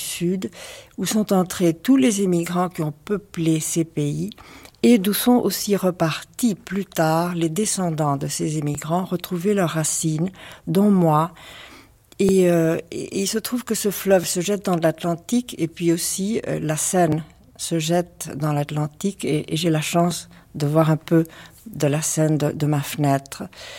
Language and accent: French; Argentina; moved away; lorsque je suis arrivée d'Argentine, je considère que j'appartiens au Rio de la Plata, qui est ce fleuve qui sépare l'Uruguay de l'Argentine. D'un côté, c'est le pays de ma mère, de l'autre côté, c'est le pays de mon père